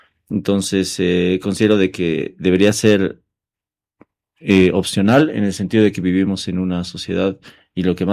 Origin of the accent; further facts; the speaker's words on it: Bolivia; tanto hombres como mujeres somos bolivianos